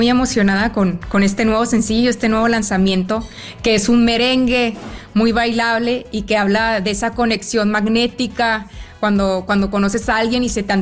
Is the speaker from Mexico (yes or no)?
yes; Sonora, Mexico; now in Mexico City, Mexico